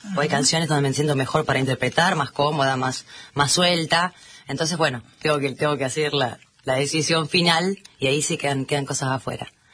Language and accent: Spanish; Los Surgentes, Córdoba, Argentina; Sí, es una ciudad pequeña, es el departamento de mi pueblo, Los Urgentes es mi pueblo.